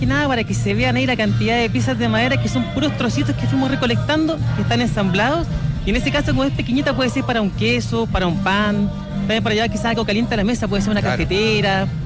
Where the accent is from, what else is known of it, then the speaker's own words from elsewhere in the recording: Santiago, Santiago Metropolitan Region, Chile; nosotros somos de Santiago